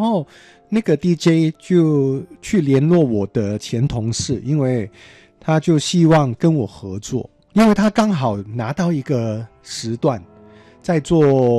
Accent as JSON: {"language": "Chinese", "country": "Hong Kong", "moved": "as an adult", "lives_now": "Taiwan", "said": "那个人居然愿意这么信赖我这个港仔"}